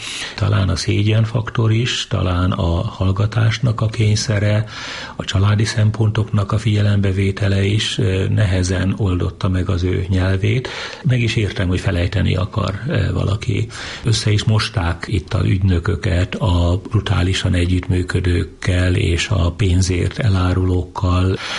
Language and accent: Hungarian; Csögle, Veszprém County, Hungary; Esdában születtem, de akkor még bőven vidéken éltünk.